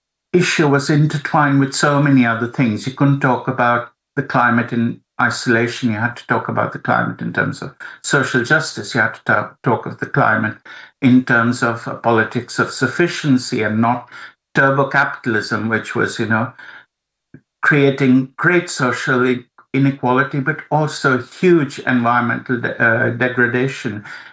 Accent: central India, India; moved away as an adult; also born or lived in Netherlands; at that time, I was living in the Netherlands, far away from where I'd grown up in central India.

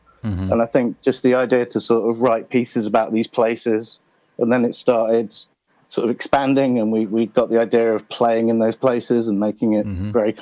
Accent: Norwich, East of England, United Kingdom; I'm from Norwich, so I'm right there

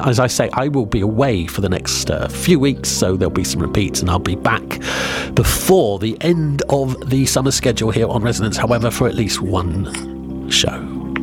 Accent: Kyushu, Japan; also born or lived in Tokyo; So Kyushu is like my hometown. So I'm kind of going there. I lived in Tokyo for about 7 or 8 years.

